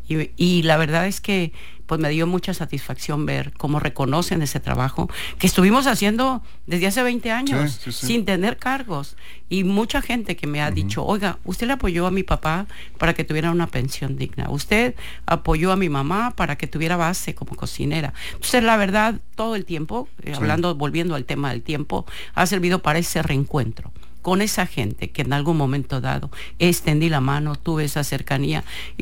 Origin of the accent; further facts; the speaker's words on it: Sinaloa, Mexico; y apostando a Sinaloa, porque yo lo he dicho. Aquí nací, aquí he crecido y hay un gran amor por mi tierra.